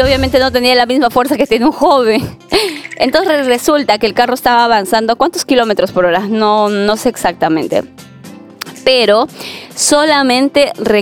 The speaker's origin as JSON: {"language": "Spanish", "country": "Peru", "said": "seguir apoyándonos como peruanos"}